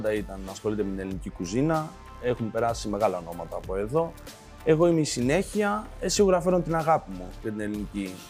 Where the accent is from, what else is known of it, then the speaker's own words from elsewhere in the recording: Greece; moved away as an adult; πίσω στην πατρίδα μου.